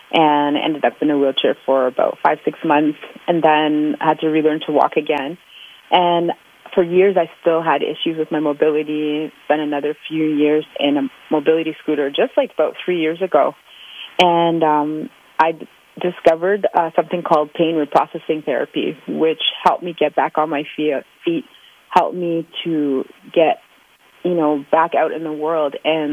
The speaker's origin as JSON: {"language": "English", "town": "Toronto", "region": "Ontario", "country": "Canada", "tie": "born or raised there", "moved": "yes", "lives_now": "Ottawa, Canada", "said": "Yeah, that's where I live now, but born and raised in Scarborough."}